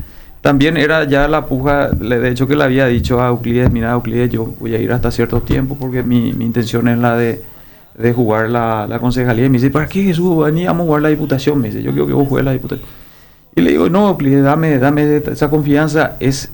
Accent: Asunción, Paraguay; yo soy asunceno, pero me vivo, nací, crecí y estoy hasta hoy en Ceballos Juez.

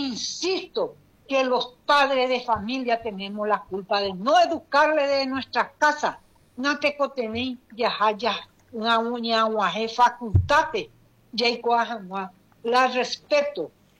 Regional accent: Paraguay; lo que somos paraguayos, padre de familia.

